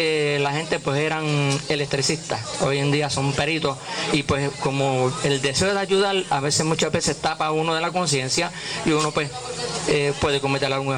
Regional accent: Puerto Rico; Yo soy natural de Minilla, de las parcelas de Minilla

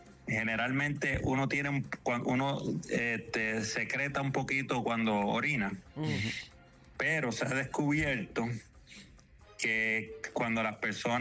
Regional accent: Isabela, Puerto Rico; Nosotros somos de Isabela, criados aquí.

